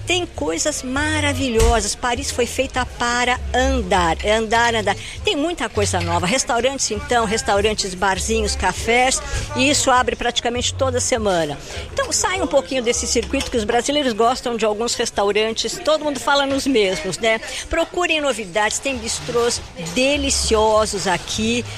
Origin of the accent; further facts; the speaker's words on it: Brazil; Quando eu falo francês, eu digo que eu sou brasileira. Ai, mas você fala tão bem. Eu falo, j'ai un accent quand même.